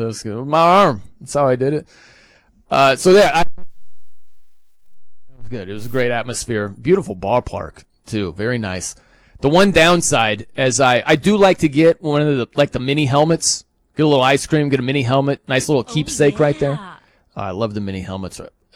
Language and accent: English; South Bend, Indiana, United States; So I'm from South Bend, Indiana.